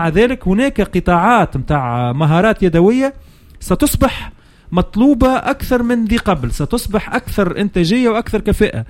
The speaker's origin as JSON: {"language": "Arabic", "country": "Tunisia"}